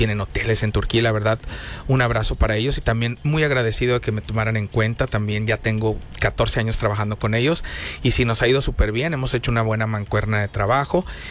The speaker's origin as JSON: {"language": "Spanish", "country": "Mexico", "said": "a nosotros como mexicanos"}